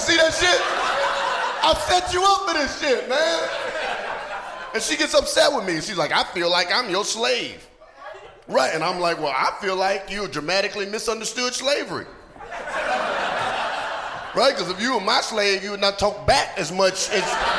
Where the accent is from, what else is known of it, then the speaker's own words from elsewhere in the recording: North Carolina, United States; I'm from the South, right? I'm from North Carolina, went to school in Atlanta.